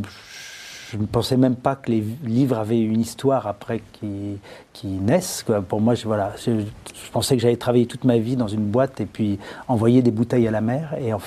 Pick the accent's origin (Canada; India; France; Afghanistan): France; Paris, Île-de-France; born there; Mais je suis né à Paris et ça se passait à Paris.